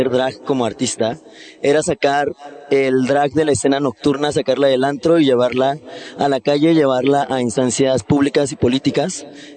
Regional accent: Morelia, Michoacán, Mexico; Yo soy de Morelia.

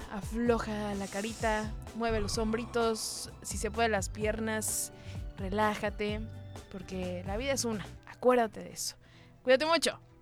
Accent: Mexico

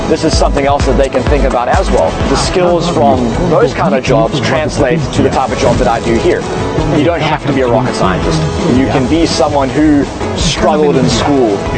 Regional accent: South Africa; now in United States; I was born and raised in South Africa, so I moved to America to attend a well-known technical college that specializes in motorcycles.

